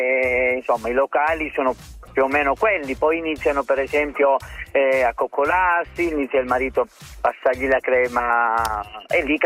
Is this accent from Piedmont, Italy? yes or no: no; Calabria, Italy; now in Reggio Emilia, Italy; ma sono calabrese d'Occa, anche se vivo a Reggio Emilia.